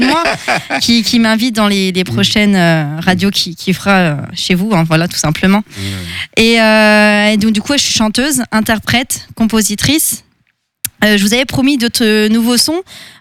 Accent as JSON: {"language": "French", "region": "Grand Est", "country": "France", "tie": "born or raised there", "moved": "as an adult", "lives_now": "Le Mans, France", "said": "je viens du Mans. Je suis originaire de base de la Champagne-Ardenne. Voilà, j'ai voyagé. Ça fait 4 ans que je suis au Mans"}